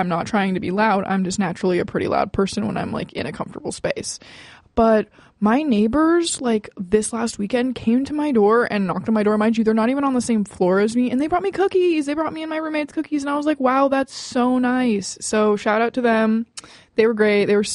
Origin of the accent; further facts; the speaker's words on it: Marysville, Washington, United States; now in Ellensburg, United States; both here in Ellensburg and back in my hometown of Marysville, Washington.